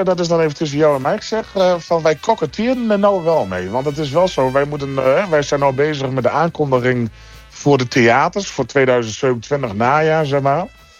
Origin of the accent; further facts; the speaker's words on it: Drenthe, Netherlands; accent: Drents; wij willen onze kinderen Drents bijleren.